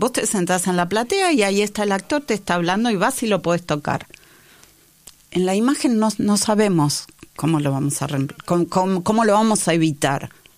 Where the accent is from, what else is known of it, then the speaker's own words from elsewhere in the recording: Buenos Aires, Argentina; Nací en Parque Chacabuco y sigo en Parque Chacabuco.